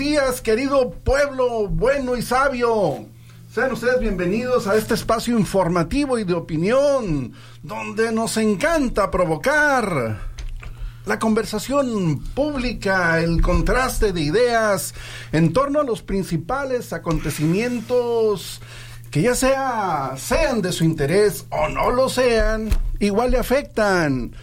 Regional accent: Mexico; Para mí como mexicano, una vergüenza.

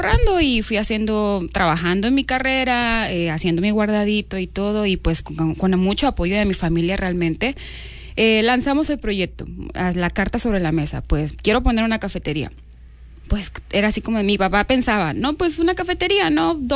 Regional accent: Mapastepec, Chiapas, Mexico; yo desde pequeña siempre he sido muy fan de las cafeterías aquí en Mapastepec

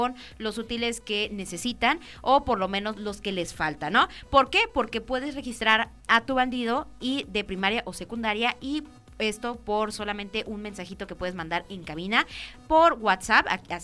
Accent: Mexico

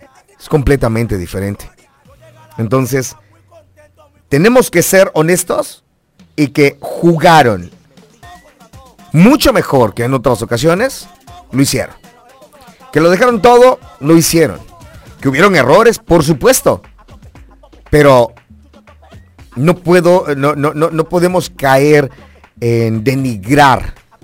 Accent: Mexico

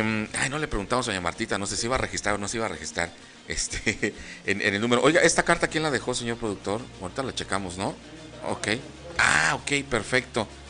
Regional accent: Mexico

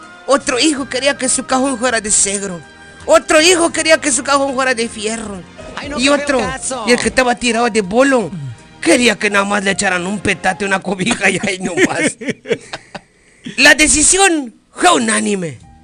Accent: Chenalhó, Chiapas, Mexico; Hace unos años y unos ayeres allá cerca de mi pueblo del Chenalo.

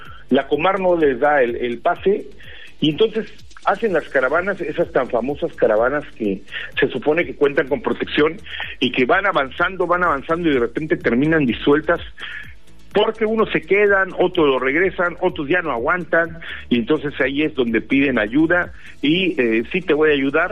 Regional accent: Mexico; venga a nuestro país a buscar un futuro como los mexicanos lo hacemos en Estados Unidos

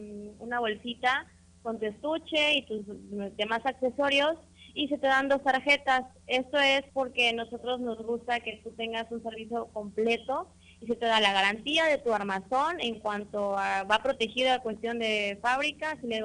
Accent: Tonalá, Jalisco, Mexico; somos de aquí, de Tonalá, somos del pueblo y nos gusta ayudar, la verdad.

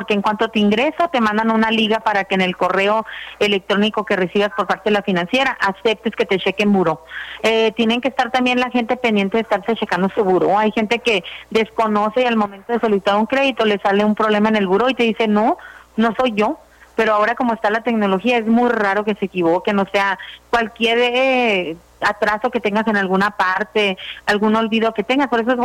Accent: Cananea, Sonora, Mexico; nos estamos apoyando entre las 3 vendedoras que somos de aquí de Cananea

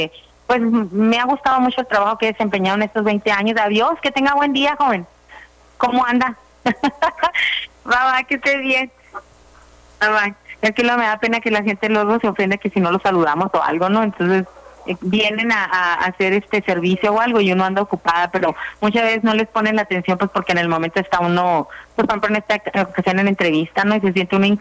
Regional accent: Cananea, Sonora, Mexico; nos estamos apoyando entre las tres vendedoras que somos de aquí de Cananea

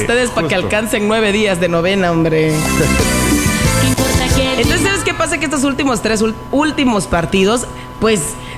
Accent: Mexico; somos mexicanos

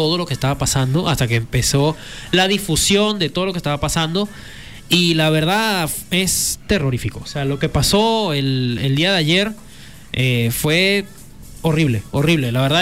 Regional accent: Venezuela; now in Mexico; como venezolano, yo personalmente hablo por mi experiencia. Yo crecí con la teoría de que Venezuela está relativamente protegida geográficamente

